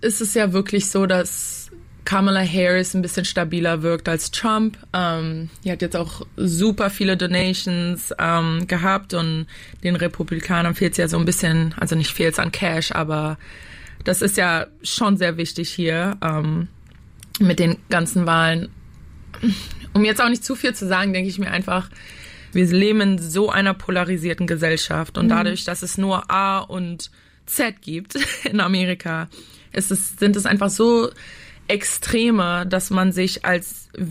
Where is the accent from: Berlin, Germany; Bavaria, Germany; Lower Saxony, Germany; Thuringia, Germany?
Berlin, Germany; muss meine Heimat zurücklassen. Ich meine, ich vermisse Berlin so sehr.